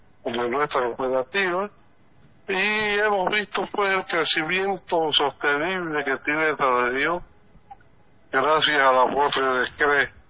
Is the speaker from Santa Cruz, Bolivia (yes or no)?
yes; San Ignacio de Velasco, Santa Cruz, Bolivia; me siento muy feliz acá en mi tierra.